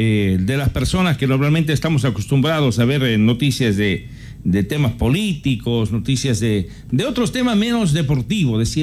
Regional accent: Ecuador; somos ecuatorianos

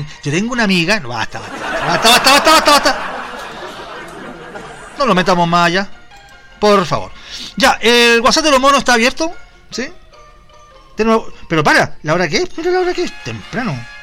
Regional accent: Chile; yo creo que ese dicho es solamente de acá de Chile. Estoy seguro que es solamente de acá. Como al chileno le gusta inventar. Yo creo que somos nosotros

